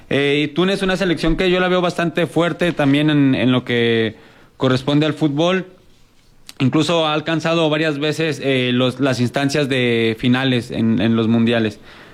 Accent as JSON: {"language": "Spanish", "country": "Mexico", "said": "yo creo que como mexicanos lo mejor que podemos hacer es unirnos"}